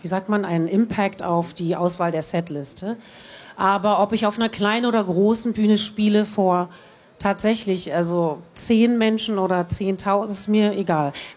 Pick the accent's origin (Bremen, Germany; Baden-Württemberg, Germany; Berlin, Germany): Berlin, Germany; Also ich bin geboren worden in Steglitz und aber dann, also im Krankenhaus in Steglitz, aber bin dann erstmal in Schöneberg aufgewachsen, bis ich 6 war, in der Kurfürstenstraße 1.